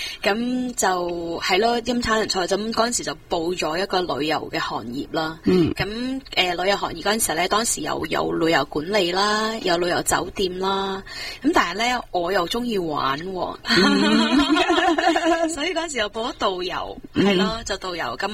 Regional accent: China; born there; 我哋之前我出世，我喺中国出世嘅，咁所以我哋中国系地大物博

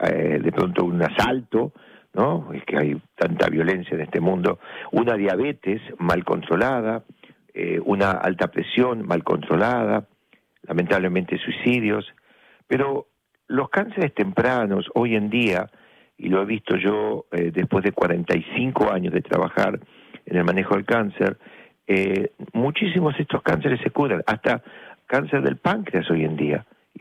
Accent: La Plata, Buenos Aires Province, Argentina; moved away; allá en Argentina, cuando era chiquito, la tienda Sara, enfrente del ferrocarril Roca de la Plata, en la calle 1 y 42, donde jugaba yo con una piedrita y con mis primos y amigos, la vida esa linda de estudiantes de La Plata

